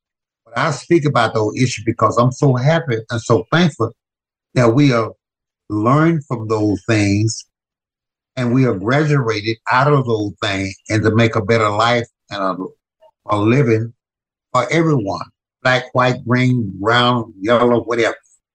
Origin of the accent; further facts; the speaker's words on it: Louisiana, United States; born there; Oh, God. I was born in Louisiana.